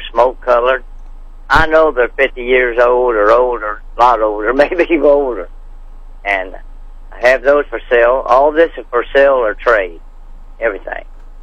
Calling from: Franklin, Missouri, United States; And I'm calling from Franklin, Missouri

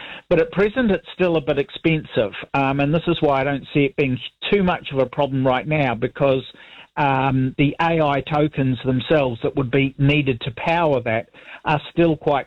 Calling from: Christchurch, Canterbury, New Zealand; Christchurch.

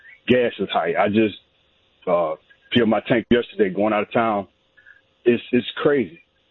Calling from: Louisville, Mississippi, United States; I'm a barber here in Louisville, Mississippi

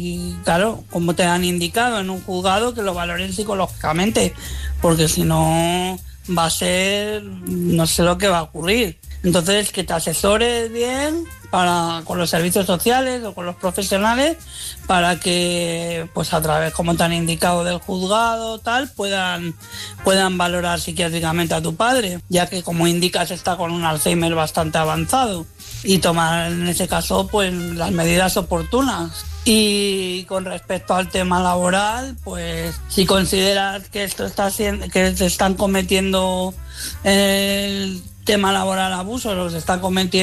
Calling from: Madrid, Community of Madrid, Spain

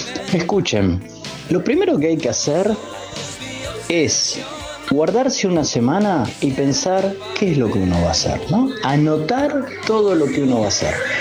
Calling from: Buenos Aires, Argentina; de San Telmo.

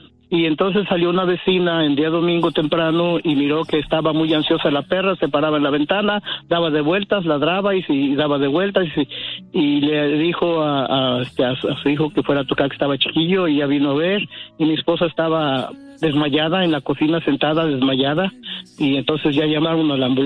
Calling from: Stanton, California, United States

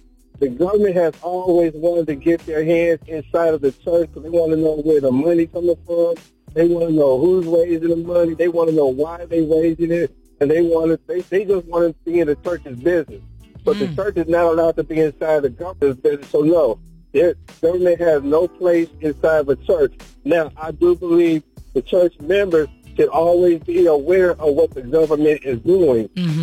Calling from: Columbus, Ohio, United States; calling from Columbus, Ohio.

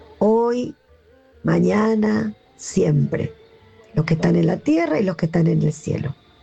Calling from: Buenos Aires, Argentina; de Colegiales.

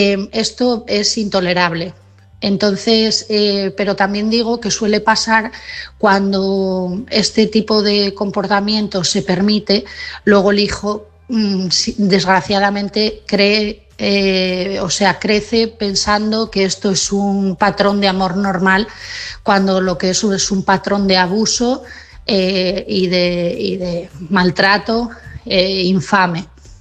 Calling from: Asturias, Spain; de Asturias

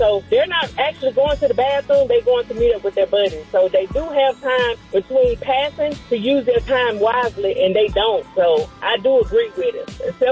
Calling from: Snellville, Georgia, United States; I'm checking in from Snellville. I teach at Salo Middle School.

